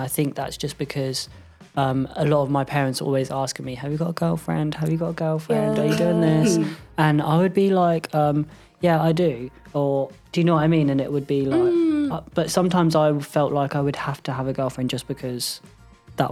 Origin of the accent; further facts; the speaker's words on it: London, United Kingdom; for me, I grew up in London, so...